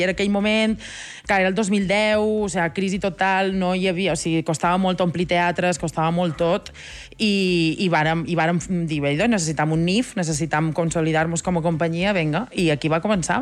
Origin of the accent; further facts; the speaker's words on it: Balearic Islands, Spain; Soc de Mallorca, sí.